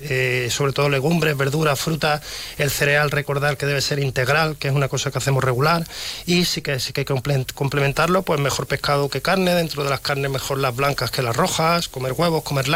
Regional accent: Andalusia, Spain; Yo soy andaluz

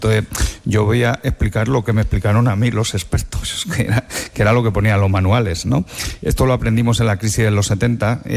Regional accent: Alcalá de Henares, Community of Madrid, Spain; Yo soy de Alcalá, Quevedo estaba allí en mi universidad también, y los grandes de la literatura.

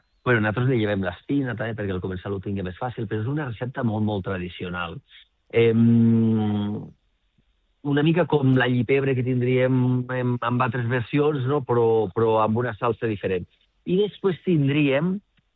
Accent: L'Aldea, Catalonia, Spain; born there; jo vaig néixer a l'Aldea

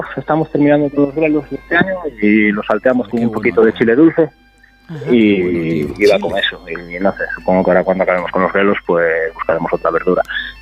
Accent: Chantada, Galicia, Spain; Sí, ya nací en Chantada de toda la vida.

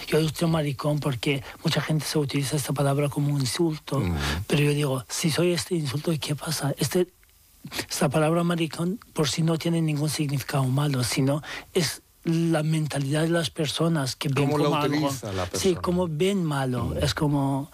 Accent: Turkey; Spanish is a second language; now in Spain; da igual que seas también turco, porque digo, soy turco y podía pasar más fácil que el otros muchos

